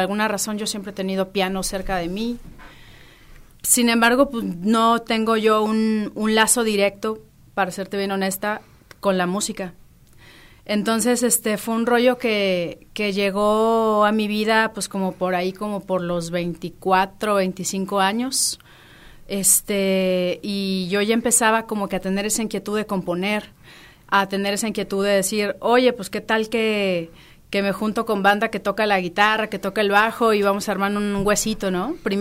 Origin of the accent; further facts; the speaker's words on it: Guadalajara, Jalisco, Mexico; born there; moved away as an adult; now in Mexico City, Mexico; Efectivamente, sí, pues nací aquí, en Guanatos. Siempre me encanta volver, porque pues de aquí es toda mi familia. Y ya los últimos años, pues ya me fui a dar el rol a la Ciudad de México.